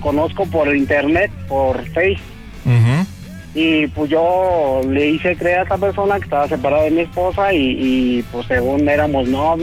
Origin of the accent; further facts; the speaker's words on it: State of Mexico, Mexico; now in San Luis Potosí, Mexico; Somos del Estado de México, pero ya estamos en San Luis Potosí.